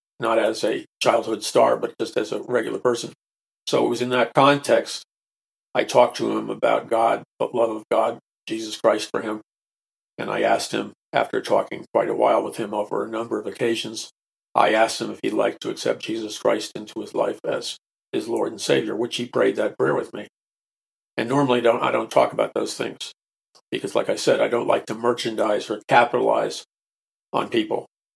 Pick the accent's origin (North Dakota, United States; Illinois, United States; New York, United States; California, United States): New York, United States; New York City; And I grew up in New York City, so it was a long way from home.